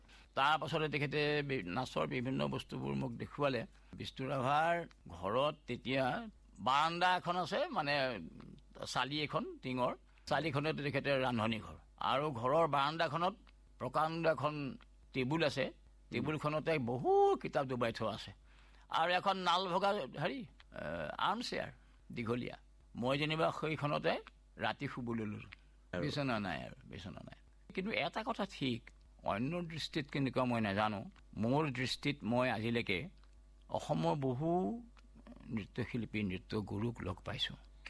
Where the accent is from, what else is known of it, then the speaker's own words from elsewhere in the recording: Dergaon, Assam, India; মই বোলো মই দেৰেগাঁৱৰ পৰা আহিছোঁ। তোমাৰ কি নাম? মই বোলো